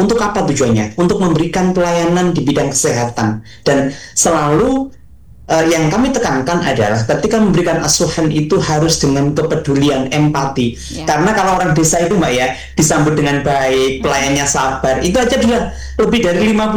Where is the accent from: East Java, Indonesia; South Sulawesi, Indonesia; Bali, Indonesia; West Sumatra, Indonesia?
East Java, Indonesia; saya berasal dari desa yang sangat pelosok. Saya berasal dari Kecamatan Rayun, Kabupaten Ponorogo, yang di mana desa yang hampir paling selatan yang berbatasan dengan Pacitan. Di sana dokter tidak ada Mbak.